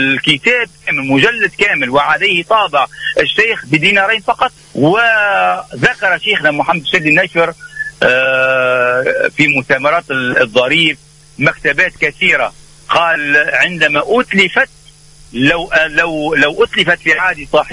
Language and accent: Arabic; Tunisia; من بلادنا تونس